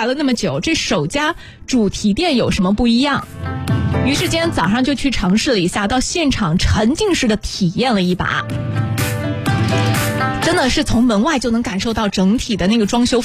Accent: Xuzhou, Jiangsu, China; 咱们徐州现在就是越来越时髦了，

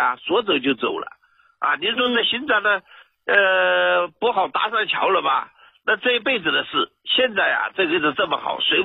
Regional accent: Beijing, China; 我家是北京的。

